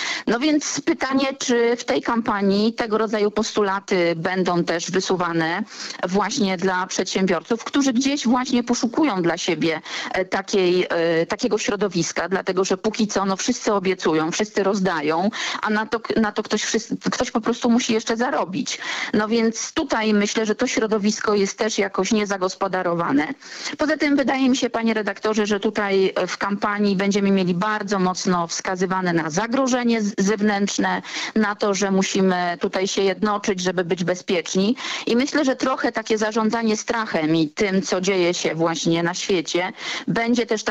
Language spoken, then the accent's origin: Polish; Kielce, Świętokrzyskie Voivodeship, Poland; ja jestem Kielczanką